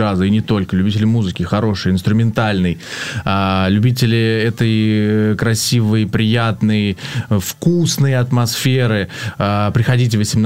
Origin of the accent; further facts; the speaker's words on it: Voronezh, Voronezh Oblast, Russia; И я был чуть ли не первым представителем вообще из Воронежа